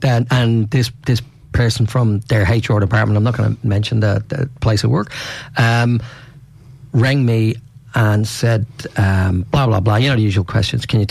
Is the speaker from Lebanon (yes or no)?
no; Ireland; I said, he's English and I'm Irish. He's English and I'm Irish. And for an Irishman to say that about a pom, I said, that speaks volumes.